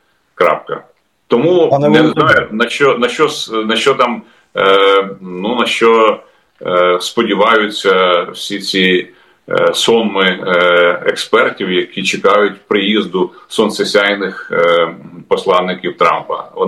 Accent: Kyiv, Ukraine; як і всі ми кияни

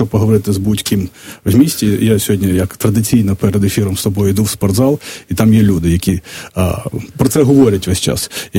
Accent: Vinnytsia, Vinnytsia Oblast, Ukraine; я ж виріс у Вінниці

